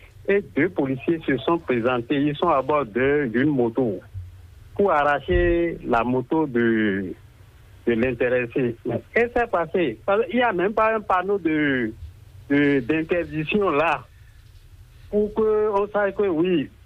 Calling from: Benin; Je vous appelle à Guémilarin, arrondissement d'Azoïse, commune d'Adion.

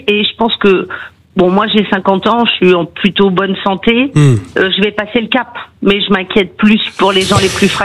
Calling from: Challans, Pays de la Loire, France; De Vendée.

